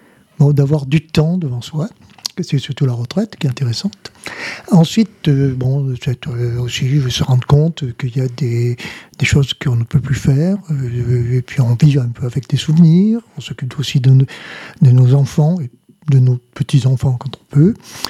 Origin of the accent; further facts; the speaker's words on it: Luc, France; moved away as an adult; je suis un pur Lucois, je suis né à Luc. Je suis parti longtemps pour des raisons professionnelles et je suis revenu en retraite à Luc.